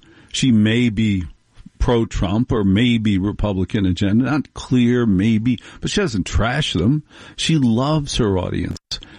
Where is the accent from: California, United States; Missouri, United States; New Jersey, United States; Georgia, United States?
New Jersey, United States; I was raised in New Jersey, which is a matriarchy. It's all Carmelo Soprano. There's no guy in charge in New Jersey.